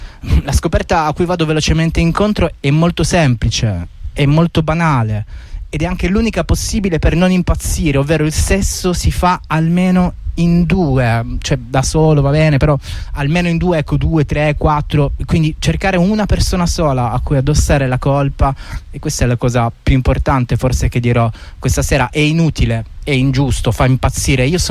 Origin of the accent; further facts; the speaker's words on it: Basilicata, Italy; now in Bologna, Italy; Prendevo un treno da Bologna verso la mia terra primigena, la Basilicata